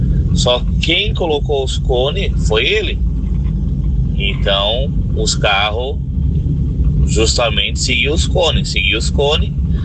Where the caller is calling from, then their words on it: Balneário Camboriú, Santa Catarina, Brazil; de Balneário Camboriú.